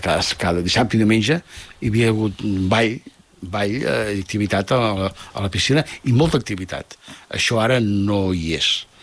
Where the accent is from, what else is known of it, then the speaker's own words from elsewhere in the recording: Vallirana, Catalonia, Spain; Jo recordo haver baixat a Molins de Rei i algú que preguntava: i tu d'on ets? Vallirana.